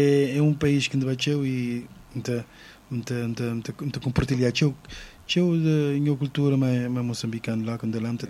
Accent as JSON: {"language": "Portuguese", "town": "Mindelo", "region": "São Vicente", "country": "Cape Verde", "tie": "born there", "said": "Nasci na São Vicente de Mindel."}